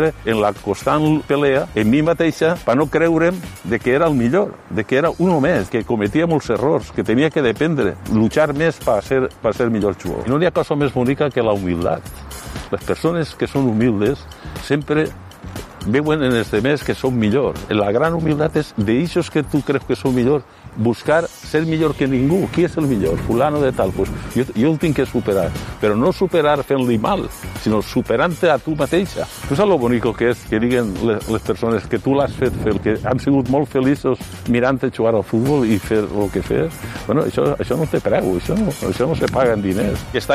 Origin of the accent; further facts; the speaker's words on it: Puçol, Valencian Community, Spain; Jo, per les esprades, me n'anava al camp del meu poble, que era el Pusol, tancava la porta del camp de futbol